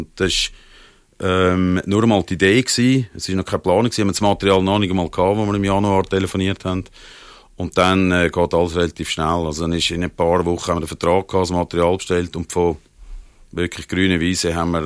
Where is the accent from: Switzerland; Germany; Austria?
Switzerland; Central Switzerland; ich komme natürlich eigentlich aus der Innerschweiz